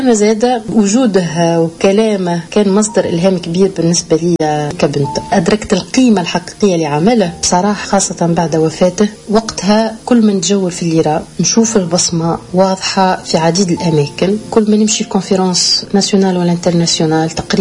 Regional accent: Medenine, Tunisia; بين دارنا في مدنين

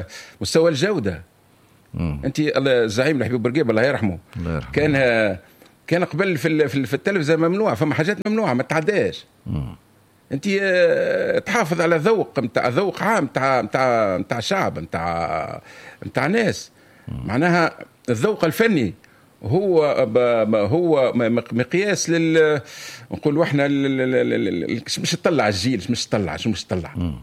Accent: Tunisia; أنا كتونسي

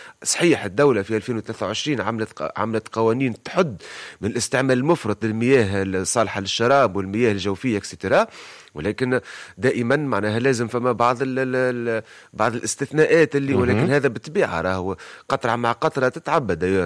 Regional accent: Sfax, Sfax Governorate, Tunisia; عندنا في صفاقس

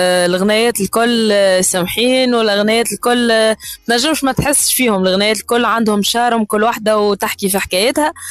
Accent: Gafsa, Gafsa Governorate, Tunisia

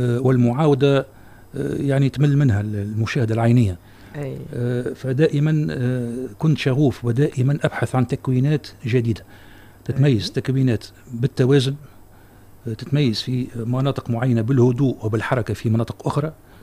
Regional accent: Tunisia; خطر المعمار تناولوه رسامين عندنا في تونس والخذاوه في صيغة مجردة

